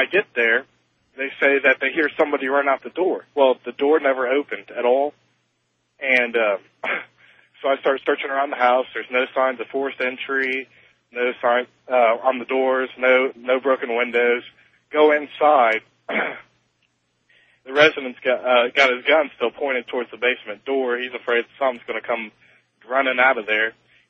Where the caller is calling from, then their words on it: Ohio, United States; I'm a police officer in Ohio.